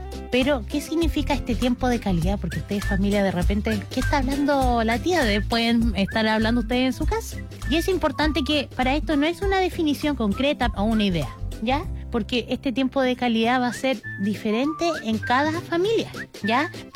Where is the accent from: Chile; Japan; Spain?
Chile; Puerto Ibáñez, Aysén; yo en mi infancia, que mi infancia fue en Puerto Ibáñez